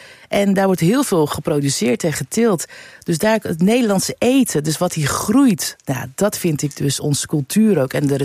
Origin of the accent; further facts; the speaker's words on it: Netherlands; born there; Want als ik me naar mezelf alleen al kijk, ik ben wel Nederlander. Ik ben hier geboren. Niet helemaal opgegroeid. Maar inmiddels woon ik langer in Nederland dan dat ik in het buitenland heb gewoond.